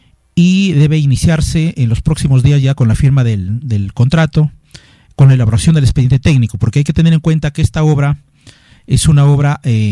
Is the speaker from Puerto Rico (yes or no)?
no; Usquil, La Libertad, Peru; yo trabajo actualmente para Gaipampa, pero mi tierra es Usquil. Entonces, realmente es una buena noticia para los usquilanos.